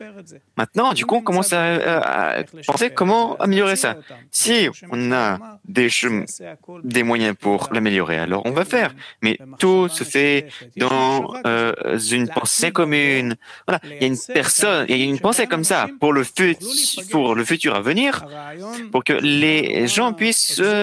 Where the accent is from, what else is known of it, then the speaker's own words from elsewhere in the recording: Argentina; French is a second language; moved away; also born or lived in Spain; Moi, je suis de Argentine et j'ai vécu 30 ans en Espagne.